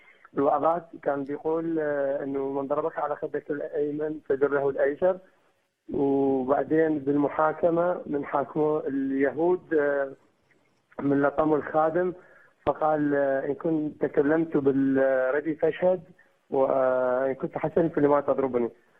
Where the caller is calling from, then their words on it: Iraq; … من العراق، عندي سؤال.